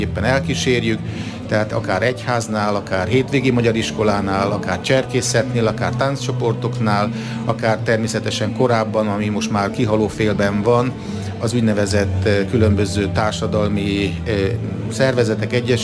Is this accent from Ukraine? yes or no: no; Transylvania, Romania; moved away as an adult; also born or lived in Cluj-Napoca / Sárospatak, Hungary; now in Australia; haza kell menni a szülőföldre, úgyhogy 98-ban visszamentem Erdélybe, és a Kovászna megyei komandon voltam lelkész